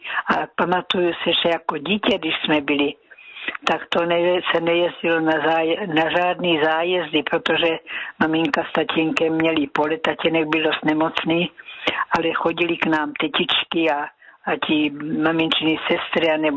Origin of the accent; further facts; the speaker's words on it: Násedlovice, South Moravian Region, Czechia; ja sem pocházím z Násedlovic, a přes pole sme chodili do Klobouk do Brna, u Brna, teda Klobouky u Brna, tam sme chodili do kostela.